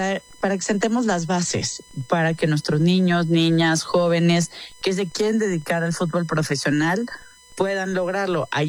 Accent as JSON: {"language": "Spanish", "country": "Mexico", "said": "nos hace mostrar al mundo la grandeza que nos hace sentirnos orgullosos como mexicanos y mexicanas."}